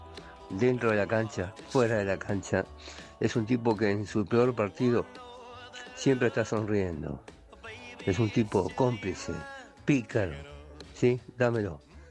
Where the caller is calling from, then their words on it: Villa Celina, Buenos Aires Province, Argentina; Acá estamos … desde Villa Celina.